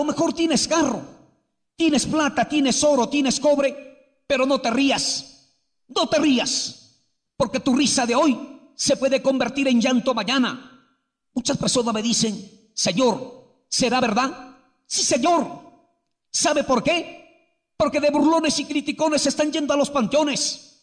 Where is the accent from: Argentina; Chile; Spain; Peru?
Peru; Salas, Penachí, Lambayeque; somos de San Las Penachí, de San Las Penachí